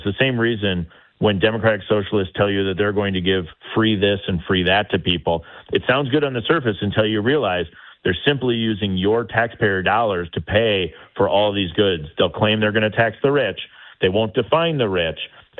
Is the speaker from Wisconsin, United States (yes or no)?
yes; Wisconsin, United States; conservatives, Republicans who are running in swing states like my home state of Wisconsin